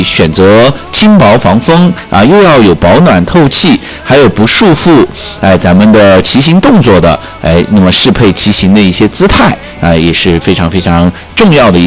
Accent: Xinjiang, China

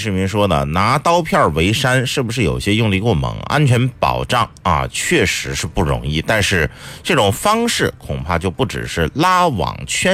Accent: China; 在我们中国人的心里面有着无可替代的位置

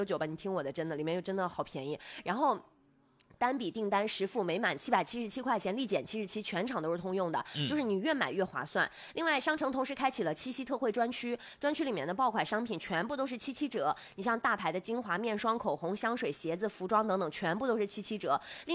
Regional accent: Inner Mongolia, China; 我们内蒙古人呢，就是蒙古族

